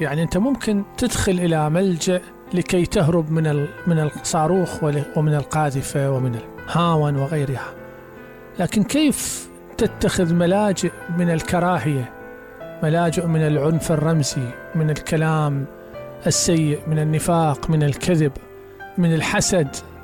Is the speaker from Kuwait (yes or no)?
no; Iraq; احنا كعراقيين عندنا خبرة قديمة وتعامل قديم مع الملاجئ